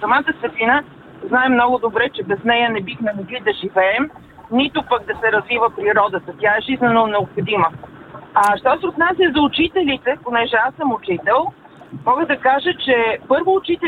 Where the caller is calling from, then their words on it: Sofia, Sofia City, Bulgaria; съм от София.